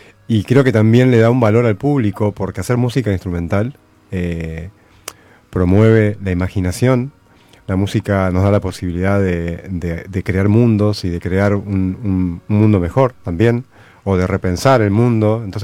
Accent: Lavallol, Buenos Aires Province, Argentina; Que soy de Lavallol.

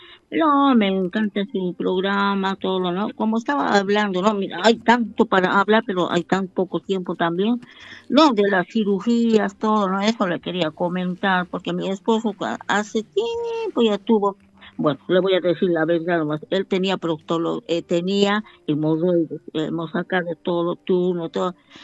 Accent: Bolivia; now in Buenos Aires, Argentina; yo nací en Bolivia, nací, crecí, pero mi corazón está acá en la Argentina, en Buenos Aires y en Trole. Acá, uh-huh. En Trole vivo.

